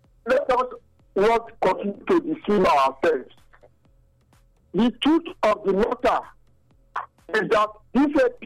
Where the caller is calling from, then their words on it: Nigeria; I'm speaking from Ushoho.